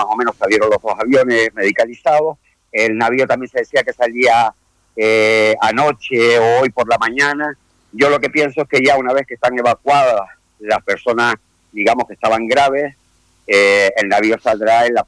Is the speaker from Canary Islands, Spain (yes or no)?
yes; Canary Islands, Spain